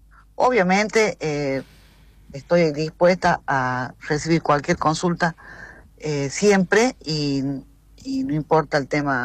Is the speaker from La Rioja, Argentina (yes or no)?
yes; Chilecito, La Rioja, Argentina; moved away; Yo soy de Chilecito, extraño Chilecito, amo mi ciudad